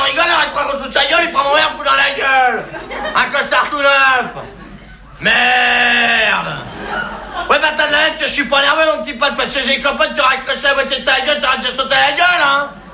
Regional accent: France

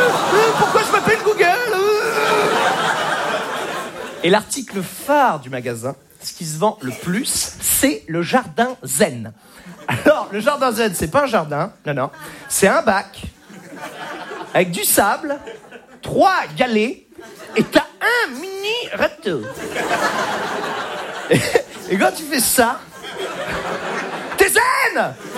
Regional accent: Normandy, France; Moi, à la base, je viens de Normandie. Je le dis pour ceux qui n'ont pas lu ma page Wikipédia.

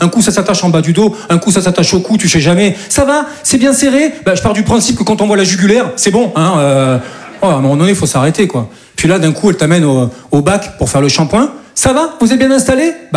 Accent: south of France, France; now in Paris, France; Je dis ça parce que moi je viens du sud de la France. Et chez nous c'est un peu plus tranquille, quoi. Et moi, voilà, je suis monté sur Paris, voilà, pour devenir comédien.

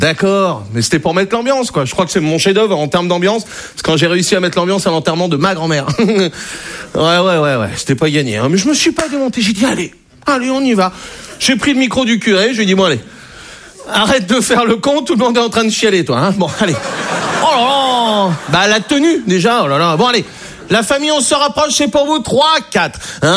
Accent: Brittany, France; je suis breton, j'ai 20 ans.

